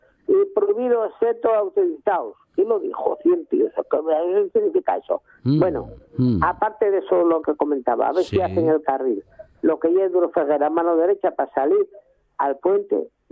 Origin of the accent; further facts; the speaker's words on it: Asturias, Spain; born there; que nacimos en el Valle del Nalón y lo apreciamos